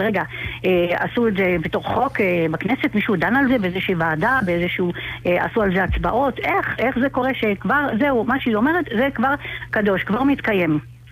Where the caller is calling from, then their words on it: Ashdod, Southern District, Israel; אני מאשדוד